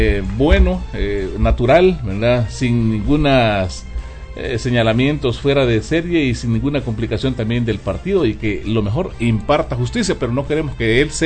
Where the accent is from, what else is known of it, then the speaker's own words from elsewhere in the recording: El Salvador; nos alegra como salvadoreños